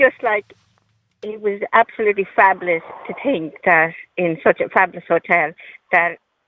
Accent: Bagenalstown, Leinster, Ireland; also born or lived in England; now in Paulstown, Ireland; I'm originally from near Bagnallstown.

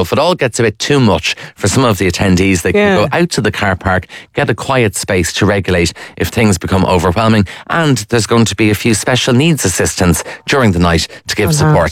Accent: Kildare, Leinster, Ireland; I'm from Kildare

